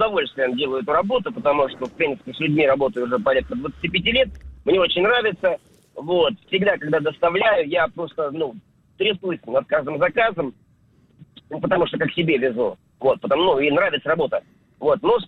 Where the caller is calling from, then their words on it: Stavropol, Stavropol Krai, Russia; Да, я из Ставрополя звоню, сам подрабатываю курьером.